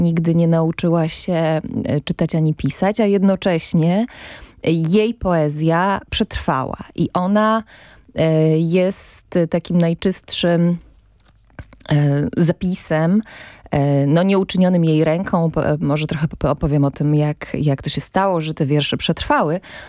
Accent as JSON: {"language": "Polish", "region": "Świętokrzyskie Voivodeship", "country": "Poland", "accent": "Świętokrzyskie dialect"}